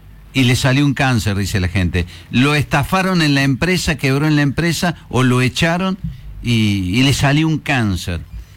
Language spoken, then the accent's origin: Spanish; Argentina